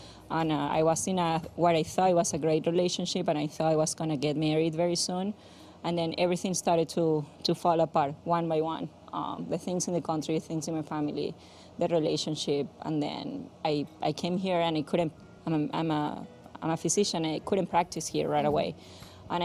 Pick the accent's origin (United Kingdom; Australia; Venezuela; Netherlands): Venezuela; moved away as an adult; also born or lived in Miami; now in Texas, United States; I'm from Venezuela.